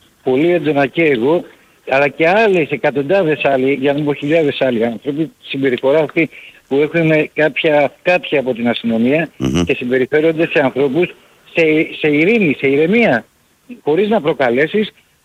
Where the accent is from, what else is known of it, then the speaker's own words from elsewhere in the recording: Piraeus, Attica, Greece; Έλα, Βαγγέλη … φίλε από Πειραιά.